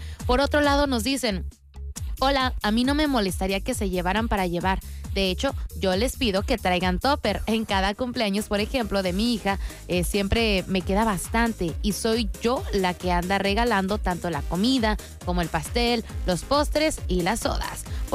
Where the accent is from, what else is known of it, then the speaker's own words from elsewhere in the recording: Tijuana, Baja California, Mexico; Nosotros somos de aquí de Tijuana y solamente somos 10 invitados por parte de ella